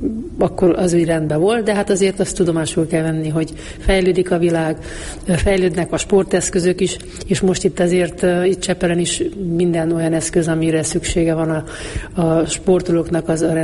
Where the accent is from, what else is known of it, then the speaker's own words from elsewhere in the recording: Band, Mureș County, Romania; now in Budapest, Hungary; tehát én falun születtem, ott nőtt, hát egy nagyobb község, tehát nem is olyan kis falu